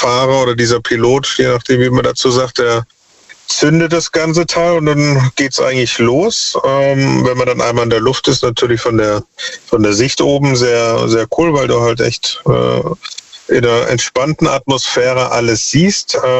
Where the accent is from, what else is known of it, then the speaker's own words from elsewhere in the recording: Dresden, Saxony, Germany; now in Stuttgart, Germany; Stuttgart geboren, Dresden groß geworden und jetzt seit 10 bis 15 Jahren wieder hier im Ländle, ne?